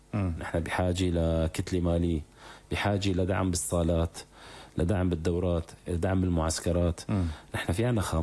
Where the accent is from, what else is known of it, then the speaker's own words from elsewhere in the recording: Idlib, Idlib Governorate, Syria; أنا كنت موجود بمدينة إدلب وأنا ابن مدينة إدلب